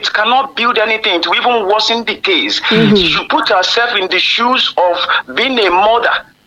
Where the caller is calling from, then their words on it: Ibadan, Oyo, Nigeria; I'm speaking from Ibadan.